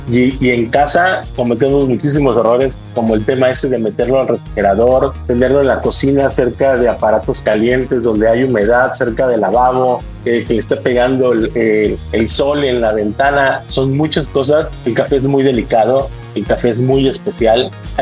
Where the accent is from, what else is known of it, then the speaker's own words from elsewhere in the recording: Veracruz, Mexico; yo soy de Veracruz y obvio, amo mi tierra.